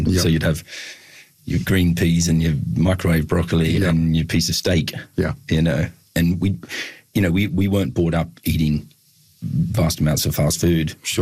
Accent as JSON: {"language": "English", "town": "Williamtown", "region": "New South Wales", "country": "Australia", "tie": "born or raised there", "said": "So I grew up there in Williamtown, quite rural area, and probably typical of most Australian families"}